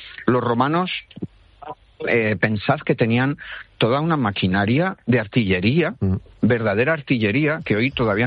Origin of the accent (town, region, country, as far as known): La Rioja, Spain